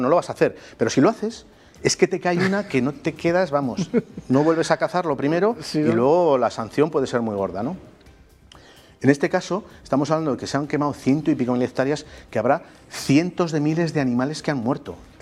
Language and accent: Spanish; Burgos, Castile and León, Spain; que es mi provincia, Burgos. Yo vivo en Burgos